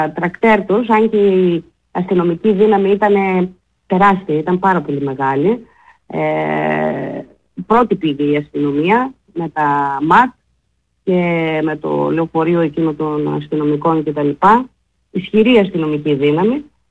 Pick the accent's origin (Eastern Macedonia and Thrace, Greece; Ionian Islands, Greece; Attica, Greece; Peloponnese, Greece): Eastern Macedonia and Thrace, Greece; Και εγώ είμαι Θρακιώτισσα, κατάγομαι από τη Θράκη.